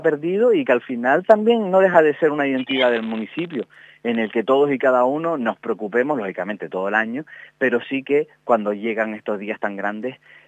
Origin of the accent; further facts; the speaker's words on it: Canary Islands, Spain; ¿Entonces nuestros abuelos no son canarios? ¿O nosotros somos más canarios que ellos?